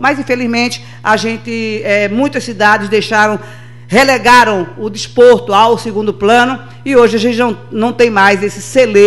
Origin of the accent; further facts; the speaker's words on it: Brazil; a gente, como brasileiro